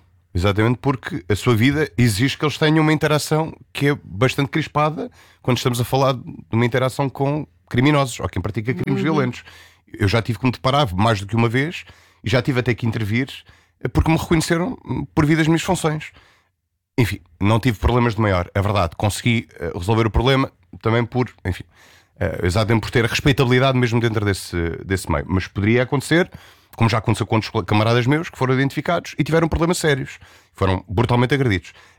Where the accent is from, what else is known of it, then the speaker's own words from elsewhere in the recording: Beira Baixa, Portugal; na minha terra, que eu sou da zona da Beira Baixa